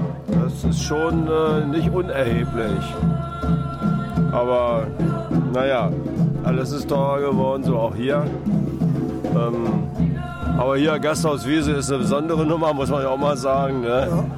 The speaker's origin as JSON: {"language": "German", "town": "Dransfeld", "region": "Lower Saxony", "country": "Germany", "said": "Und die KLP, wir kommen aus Dransfeld, in der Nähe von Göttingen."}